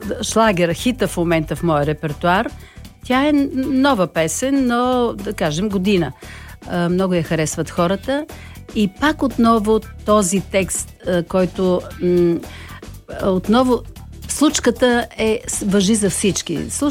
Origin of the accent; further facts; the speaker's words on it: Hisarya, Plovdiv Province, Bulgaria; в моя град, родния ми град Хисаря